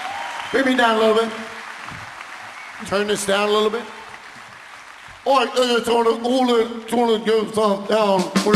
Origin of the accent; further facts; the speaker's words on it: New Jersey, United States; I'm from New Jersey